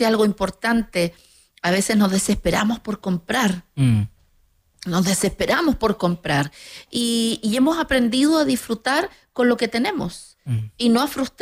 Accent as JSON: {"language": "Spanish", "town": "Curacaví", "region": "Santiago Metropolitan Region", "country": "Chile", "tie": "born or raised there", "moved": "yes", "said": "antes mi infancia fue en Curacaví"}